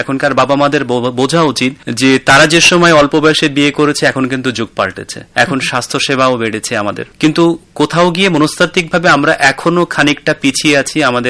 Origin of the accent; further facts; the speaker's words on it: Bangladesh; আমার দেশে আমি সবাই এখনো অনেকে জানে না যে আমি বাংলাদেশি।